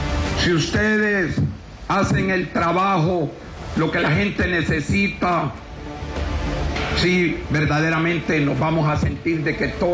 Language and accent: Spanish; Honduras; Aquí todos somos hondureños